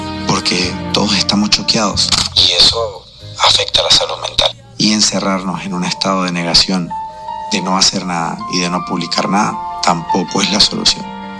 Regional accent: Venezuela

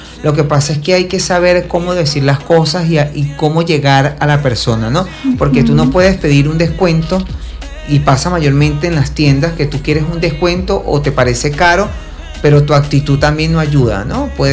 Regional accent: Venezuela; uno como venezolano

